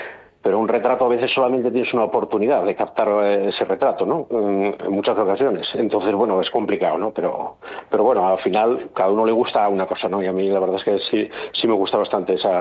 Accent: Avilés, Asturias, Spain; nosotros somos de Avilés

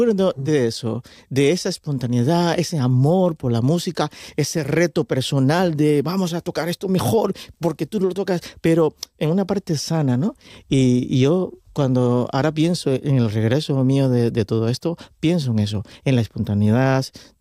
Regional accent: Cuba; now in Spain; Yo nativo soy de Cuba.

